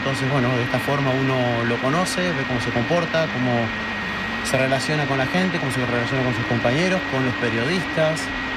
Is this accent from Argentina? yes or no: yes; Argentina; moved away